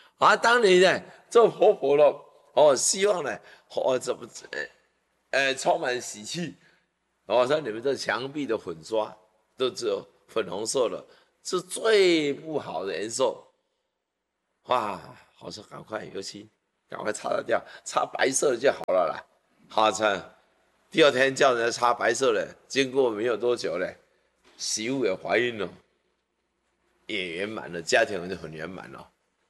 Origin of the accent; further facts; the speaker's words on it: Taiwan; 他虐待我们台湾人，虐待中国人